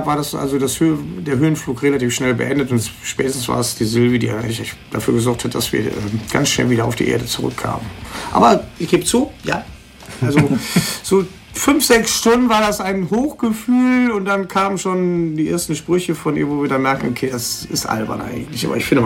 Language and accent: German; Düsseldorf, North Rhine-Westphalia, Germany; Als Düsseldorfer sitze ich ja nur in meiner Quelle.